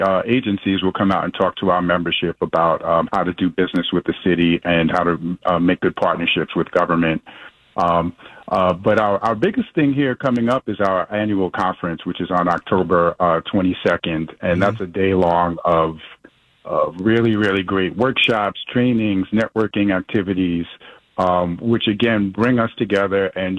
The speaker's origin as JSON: {"language": "English", "town": "New York City", "region": "New York", "country": "United States", "tie": "born or raised there", "said": "I'm a proud son of West Brighton, Staten Island. I grew up in West Brighton Project."}